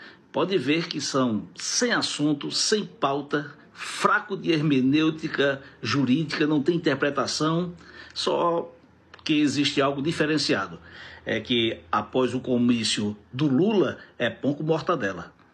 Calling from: Caruaru, Pernambuco, Brazil; Caruaru, Pernambuco.

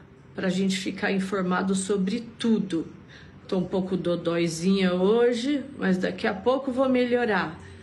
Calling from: Osasco, São Paulo, Brazil; Eu falo aqui de Osasco.

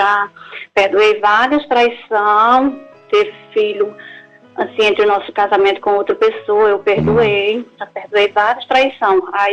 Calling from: Ceará, Brazil; Da cidade do Ceará.

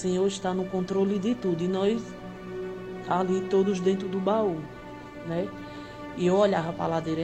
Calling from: Toritama, Pernambuco, Brazil; Eu sou de Toritama, Pernambuco.

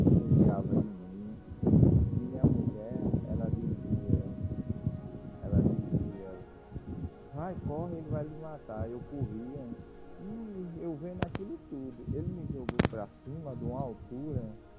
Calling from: Bahia, Brazil; Eu tive um sonho, eu sou aqui da Bahia.

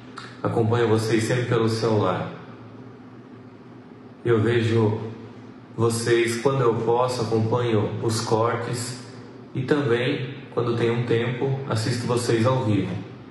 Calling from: Rodeio, Santa Catarina, Brazil; Falo de Rodeio, Santa Catarina.

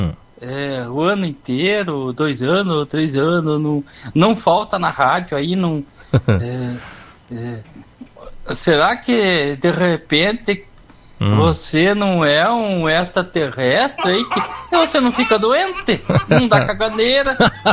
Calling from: Brazil; aqui do Cuiupã de novo.

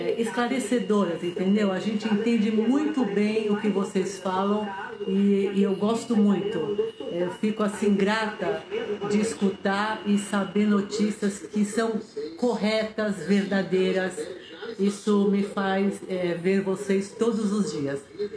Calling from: Santos, São Paulo, Brazil; Sou aqui de Santos.

